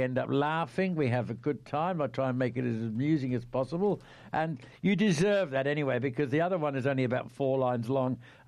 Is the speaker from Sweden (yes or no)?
no; The Oaks, New South Wales, Australia; moved away; And I'm a Sydney boy. I come from the Oaks.